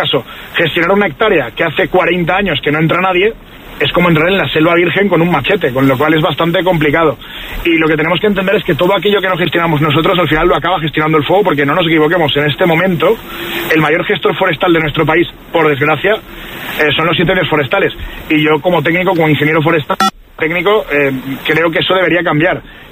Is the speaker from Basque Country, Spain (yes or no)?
no; Valencia, Valencian Community, Spain